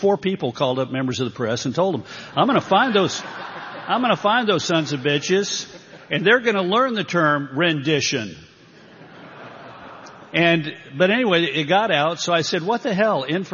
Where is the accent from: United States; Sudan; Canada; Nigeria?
United States; Texas; But by God, I cared about being a Texan.